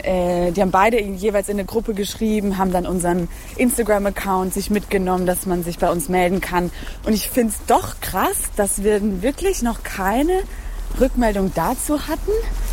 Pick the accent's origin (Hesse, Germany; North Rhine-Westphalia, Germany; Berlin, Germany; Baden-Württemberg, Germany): Baden-Württemberg, Germany; Mannheim; ich bin auch aus Mannheim.